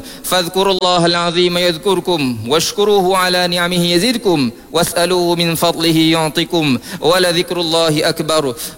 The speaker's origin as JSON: {"language": "Arabic", "region": "Penang", "country": "Malaysia", "said": "اللهم اجعل بلدنا ماليزيا خصوصا ولاية بولو بينانغ آمنا مطمئنا"}